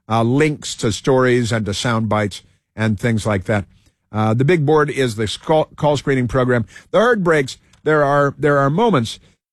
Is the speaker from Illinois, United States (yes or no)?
yes; Chicago, Illinois, United States; growing up in Chicago and CTA.